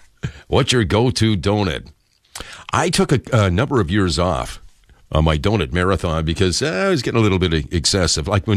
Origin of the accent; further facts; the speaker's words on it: Lion's Head, Ontario, Canada; I was born and raised in Lions Head, Ontario, Canada, population 420, unless it was windy.